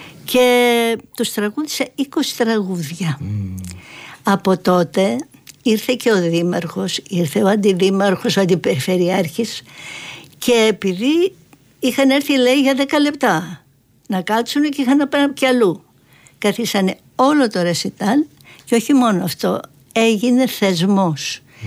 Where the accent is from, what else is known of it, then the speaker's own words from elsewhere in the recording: Kalavryta, Western Greece, Greece; στο χωριό μου πριν από 3-4 χρόνια. Είναι στα Καλάβρητα, έξω από τα Καλάβρητα.